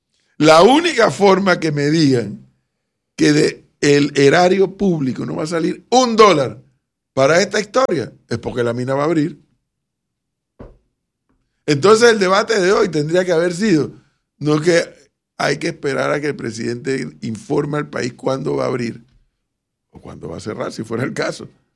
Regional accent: Panama; me siento como un panameño más

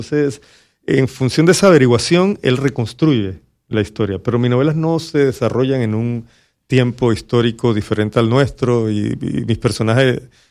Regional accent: Panama; cómo vivimos esa época los panameños que todavía no éramos independientes

